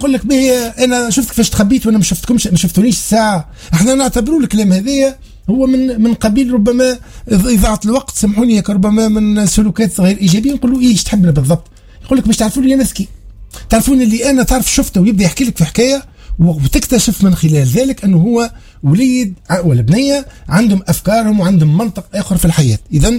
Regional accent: Sfax, Sfax Governorate, Tunisia; سوق عندنا في صفاقس هنا

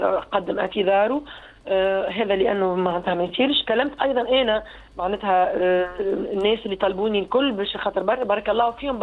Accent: Tunisia

